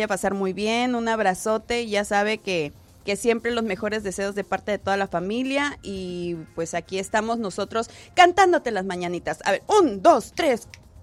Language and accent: Spanish; Tecate, Baja California, Mexico; born there; ¿sabían que yo nací en Tecate?